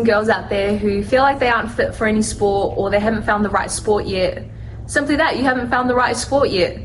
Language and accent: English; Vanuatu; Fun fact, my first sport growing up in Vanuatu was actually tennis, which I represented regionally, and I played for many years.